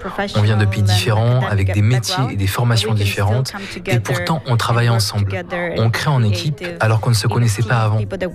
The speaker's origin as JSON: {"language": "French", "country": "Italy", "second_language": "French", "said": "je viens d'Italie."}